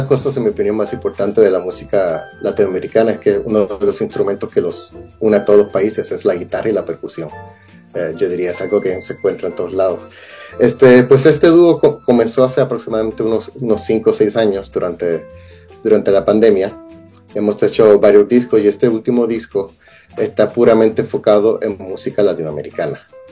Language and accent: Spanish; Puerto Rico; now in United States; Yo soy de Puerto Rico. Mi familia es mitad vasca y mitad puertorriqueña, pero yo crecí en la isla y de ahí me mudé a los Estados Unidos.